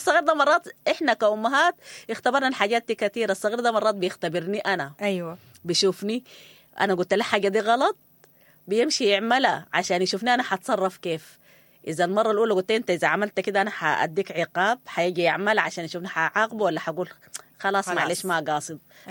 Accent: Sudan; بالضبط ده اللي احنا اعتدنا عليه يا ناس كسودانيين كتير

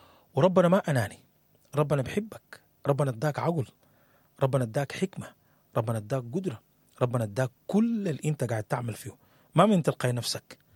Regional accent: Sudan

